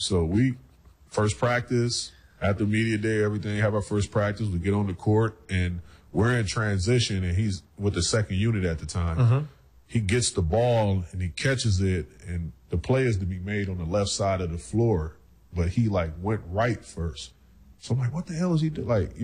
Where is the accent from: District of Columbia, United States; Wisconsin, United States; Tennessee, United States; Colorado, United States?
Wisconsin, United States; Milwaukee; born there